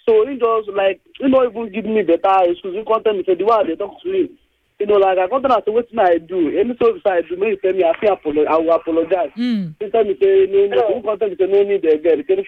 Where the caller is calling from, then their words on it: Ikorodu, Lagos, Nigeria; Hello, good morning, ma'am. I'm calling from Ikorodu.